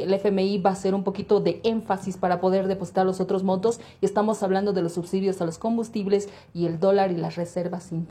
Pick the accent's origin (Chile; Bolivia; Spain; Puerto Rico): Bolivia; nos vamos a volver a endeudar como bolivianos